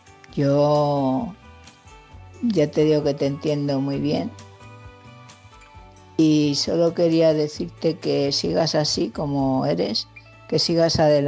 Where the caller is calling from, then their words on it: Leganés, Community of Madrid, Spain; corresponsal de Leganés.